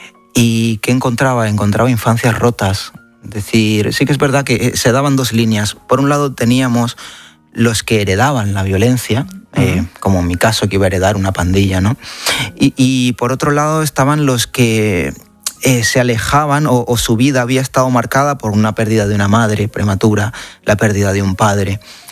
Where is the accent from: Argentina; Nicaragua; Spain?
Nicaragua; Las había visto, las había tocado en su momento, en mi infancia en Nicaragua.